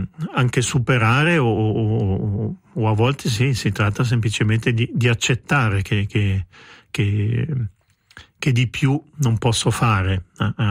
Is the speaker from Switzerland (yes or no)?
yes; Switzerland